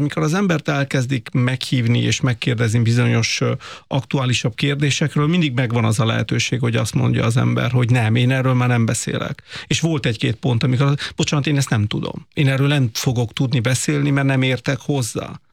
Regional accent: Italy; now in Hungary; Tehát én Olaszországban születtem, ott szocializálódtam egy másik politikai kultúrában

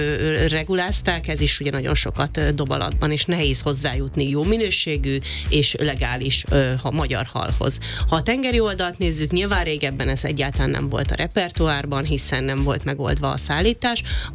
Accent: Szekszárd, Tolna, Hungary; born or raised there

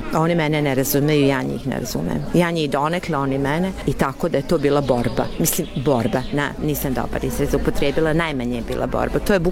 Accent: Serbia; moved away as an adult; sa 31-2 sam došla iz Srbije

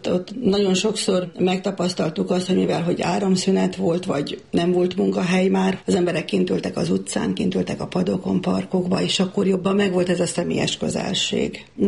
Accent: Bačko Dobro Polje, Vojvodina, Serbia; also born or lived in Subotica; innen faluról, Bács-Fekete-hegyről elkerültem Szabadkára, ott gimnáziumot kezdtem

